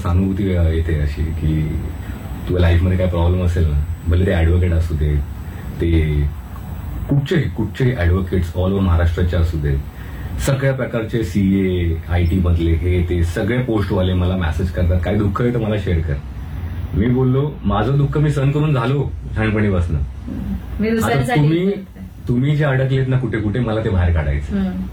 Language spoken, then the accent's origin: Marathi; Mumbai, Maharashtra, India; मी त्या तिथून त्या लालबागपासून आलोय, मी त्या एरियातनं असं आलोय